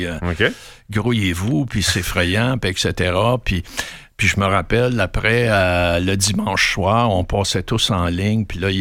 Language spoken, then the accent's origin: French; Granby, Quebec, Canada; Moi, je viens de Granby. On était cinq gars de Granby